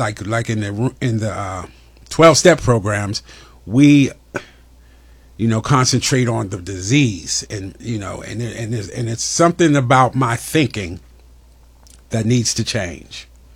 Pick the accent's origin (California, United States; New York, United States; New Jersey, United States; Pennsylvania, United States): Pennsylvania, United States; Pittsburgh; also born or lived in Hershey, Pennsylvania; I was born in Pittsburgh, and born and raised in Pittsburgh.